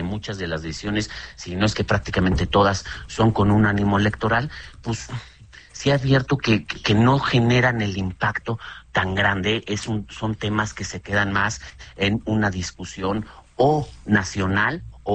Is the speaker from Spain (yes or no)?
no; Mexico; seguimos siendo todos mexicanos y mexicanas